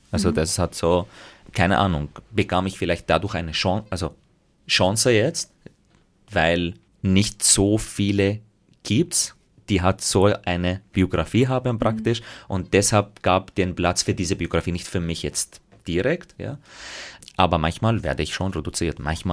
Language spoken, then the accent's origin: German; Graz, Styria, Austria; ich komme aus Graz, wenn ich wo unterwegs war, da war gleich die Frage, wo ich so wirklich her?